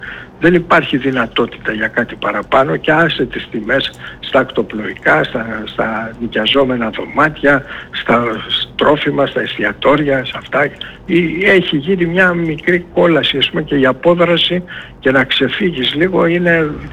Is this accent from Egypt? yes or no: yes; Egypt; now in Greece; Είμαστε από την Αίγυπτο όταν ήρθαμε.